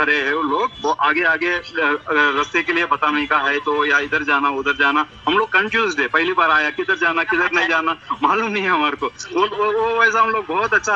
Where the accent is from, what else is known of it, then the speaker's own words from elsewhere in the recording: Hyderabad, Telangana, India; हम हैदराबाद से आए।